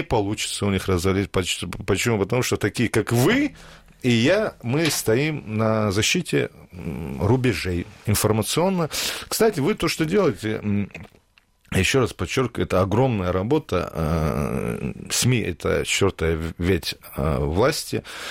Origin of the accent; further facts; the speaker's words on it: Dagestan, Russia; Потому что я аварец, русский националист.